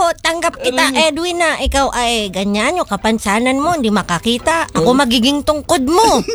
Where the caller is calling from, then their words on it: Manila, Metro Manila, Philippines; malapit lang yan sa akin. Tondo lang ako.